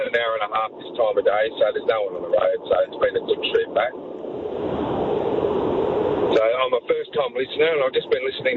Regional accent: Sydney, New South Wales, Australia; now in Noosa, Australia; And when you come from a city, like I'm originally from Sydney, when you come from a city, it's a full-on, you know, it's a rat race.

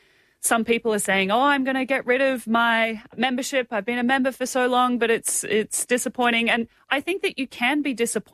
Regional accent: Queensland, Australia; Absolutely. I'm a Queenslander. It's a great time to be a Queenslander.

